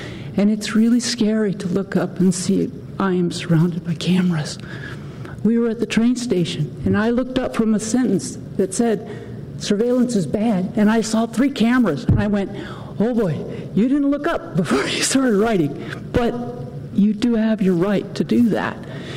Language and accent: English; Palo Alto, California, United States; I grew up in Palo Alto, and I'm also a resident.